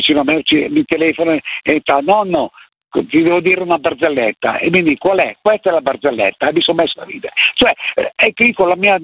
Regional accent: Milan, Lombardy, Italy; Senti, io sono in montagna, sono di Milano, ho 81 anni.

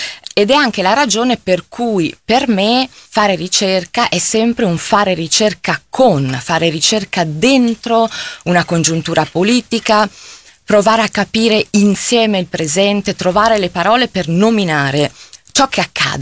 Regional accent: Milan, Lombardy, Italy; moved away as an adult; now in Hamburg, Germany; sono nata a Milano, che sento profondamente, diciamo, come la mia città, qui sono cresciuta, qui ho le mie ho costruito le mie amicizie più importanti e soprattutto le esperienze politiche che mi hanno formata.

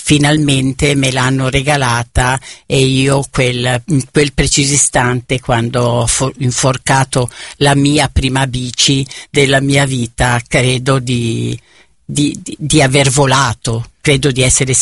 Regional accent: Predappio, Emilia-Romagna, Italy; born there; essendo nata appunto a Predappio, 2 chilometri prima di arrivare da Forlì verso l'Appennino tosco-emiliano

